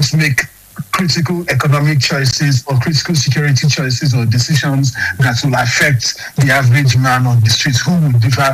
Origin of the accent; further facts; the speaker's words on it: Nigeria; as Nigerian citizens.